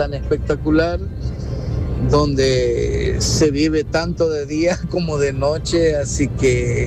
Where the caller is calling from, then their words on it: Málaga, Andalusia, Spain; La fiesta de, bueno, no de mi pueblo, ya vendría a ser de la ciudad. La que me toca en estos momentos es la Feria de Málaga.